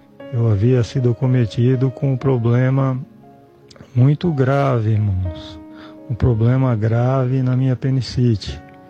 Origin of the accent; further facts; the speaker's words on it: Penha, Santa Catarina, Brazil; sou aqui da cidade de Penha, Santa Catarina.